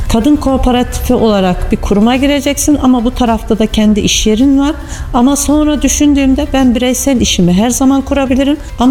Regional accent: Ağırnas, Kayseri, Turkey; Ağrınaslıyım, doğma büyüme. Ağrınas'ın kızı ve geliniyim şu anda.

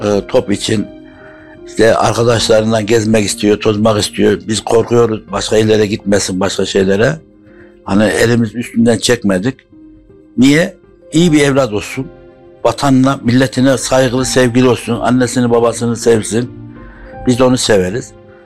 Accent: Kayseri, Turkey; born there; Kayseri Koca Sinan doğumluyum.

